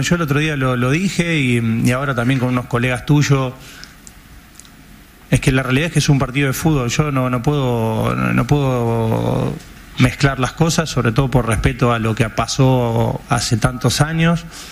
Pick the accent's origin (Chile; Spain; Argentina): Argentina; Ahora, que nosotros como argentinos tengamos memoria a esa gente que fue ahí